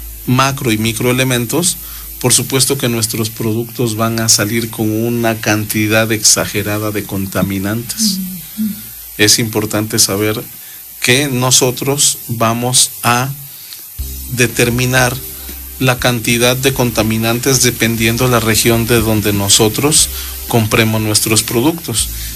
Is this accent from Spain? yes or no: no; Mexico; aportan mucho a lo que es nuestro ecosistema y nuestra ecología, y aparte a lo que es nuestro legado como mexicanos.